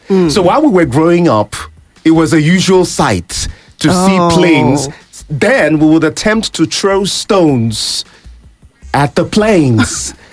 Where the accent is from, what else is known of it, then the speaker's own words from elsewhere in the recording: Lagos, Nigeria; while I was growing up in Lagos